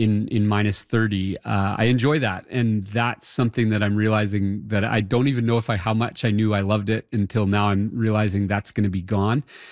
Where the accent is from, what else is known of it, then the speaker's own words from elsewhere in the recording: Yukon, Canada; moved away as an adult; also born or lived in Alaska; now in Hay River, Canada; I am a northerner. I grew up in the Yukon. I've lived in the Northwest Territories. And that's pretty much the summation of my life, a bit in Alaska.